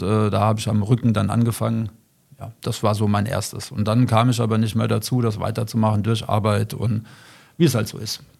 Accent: Frankfurt, Hesse, Germany; born there

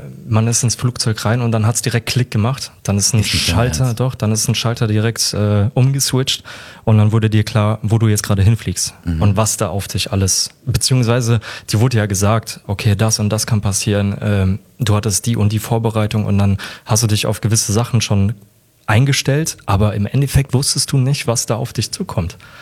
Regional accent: Frankfurt, Hesse, Germany; Ich meine, ich komme aus Frankfurt, sonst wir haben hier keine Berge.

